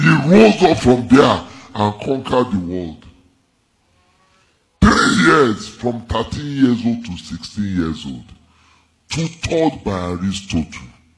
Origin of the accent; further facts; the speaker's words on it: Ibadan, Oyo, Nigeria; When I was growing up, I grew up in University of Ibadan. There were giants in University of Ibadan.